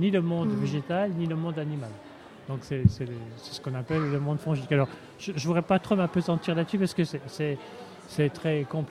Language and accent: French; Grand Est, France; moi, je suis lorrain. Donc, en Lorraine, on a un nom.